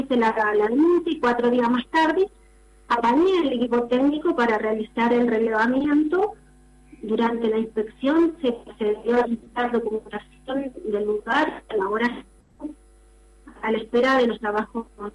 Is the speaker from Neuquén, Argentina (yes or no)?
yes; Los Catutos, Neuquén, Argentina; yo soy nacida y criada acá en este hermoso paraje de Los Catutos. En todas las publicaciones sale como que soy de Zapala.